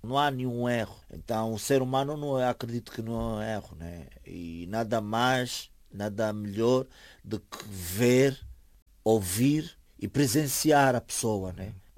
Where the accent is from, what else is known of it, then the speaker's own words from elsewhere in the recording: Angola; moved away; Para mim será bom estar na minha terra natal